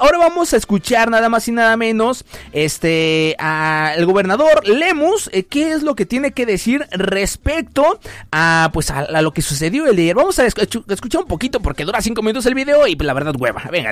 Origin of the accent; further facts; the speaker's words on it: León, Guanajuato, Mexico; De nosotros también, como leoneses, como guanajuatenses, como mexicanos